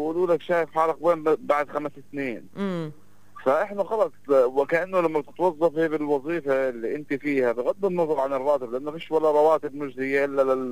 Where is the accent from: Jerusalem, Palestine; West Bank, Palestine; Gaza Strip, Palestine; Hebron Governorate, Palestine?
West Bank, Palestine; Nablus; هي موجودة فعليا بس مش عندنا بنابلس